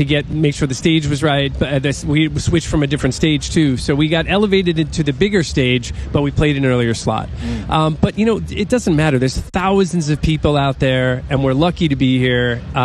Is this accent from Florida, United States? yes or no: no; Long Island, New York, United States; We're all from Long Island, mm-hmm.